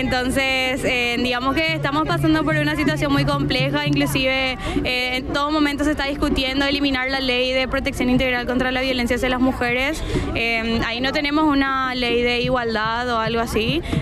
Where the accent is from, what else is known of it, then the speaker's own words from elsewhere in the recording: Paraguay; soy de Paraguay